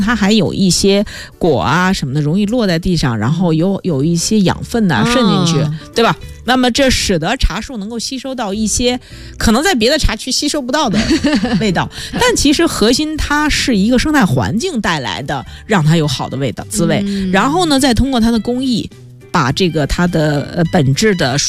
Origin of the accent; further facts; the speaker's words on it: northern China, China; 我是一个北方人